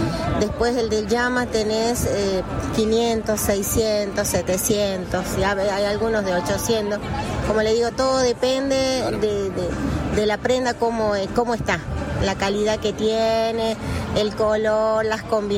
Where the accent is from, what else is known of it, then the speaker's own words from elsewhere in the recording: Argentina; Sí, de hecho, yo como argentina ya somos campeones